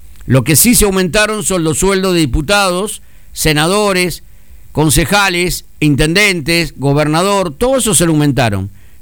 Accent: Argentina; Me avergüenzan como argentino, como ciudadano.

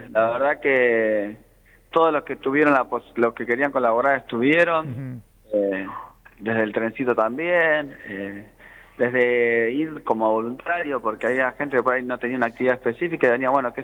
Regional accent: Buenos Aires, Argentina; Yo hace 20 y pico de años que estoy, yo vengo de Buenos Aires.

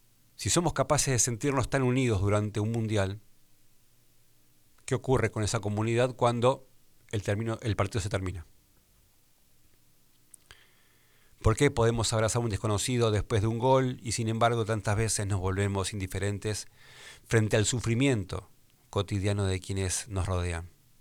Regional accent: Argentina; Así somos los argentinos.

